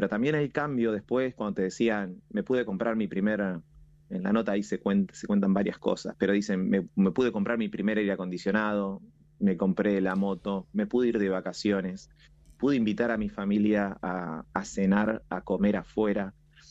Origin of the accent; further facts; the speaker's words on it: Coronel Suárez, Buenos Aires Province, Argentina; now in Buenos Aires, Argentina; Yo no soy de acá de Buenos Aires, soy del interior, de cerca de Sierra Ventana, de Coronel Suárez. Entonces, venir a Capital, una ciudad mucho más grande, también era un panorama diferente para mí.